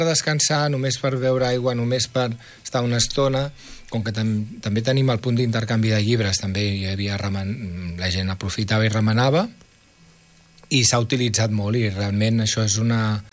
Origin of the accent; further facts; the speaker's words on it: Barcelona, Catalonia, Spain; Jo sóc de Barcelona